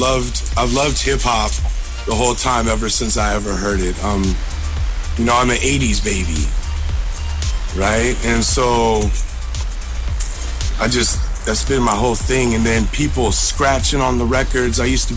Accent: Trenton, New Jersey, United States; now in Tacoma, United States; I'm from Trenton, New Jersey.

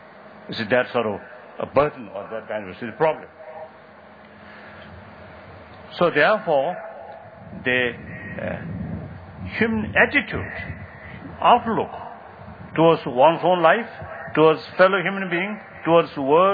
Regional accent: Tibet, China

